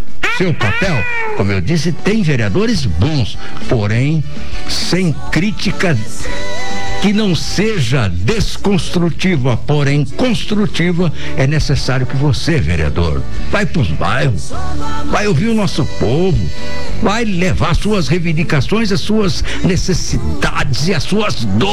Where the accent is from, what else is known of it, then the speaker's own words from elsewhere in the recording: Campo Grande, Mato Grosso do Sul, Brazil; also born or lived in Bandeirantes; eu sou de Bandeirantes, foi criado em Campo Grande, Potência, amo nossa cidade, eu digo aqui que constitui família aqui, me tornei profissional aqui, vou morrer aqui.